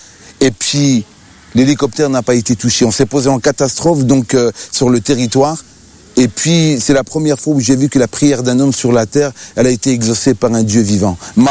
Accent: Algeria; Moi, en tant qu'Algérien, je voulais être un homme fort. Avec ma religion musulmane

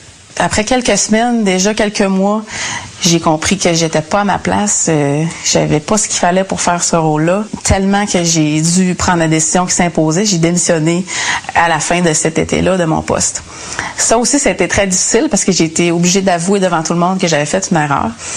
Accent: Saint-Félicien, Quebec, Canada; Moi, j'ai grandi au Lac-Saint-Jean, Saint-Félicien.

